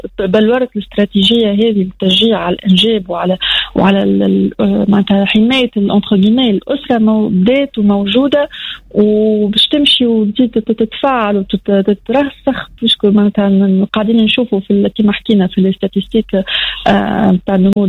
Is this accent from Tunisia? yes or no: yes; Tunisia; ربي يحفظ لنا بلادنا تونس